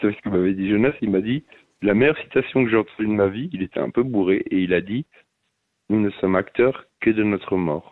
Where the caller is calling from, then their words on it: Neuchâtel, Switzerland; En dessous de la gare, à Neuchâtel.